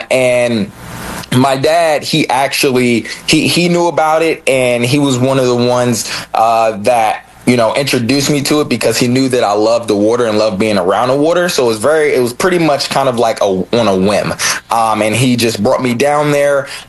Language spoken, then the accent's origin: English; Philadelphia, Pennsylvania, United States; So born and raised in Philadelphia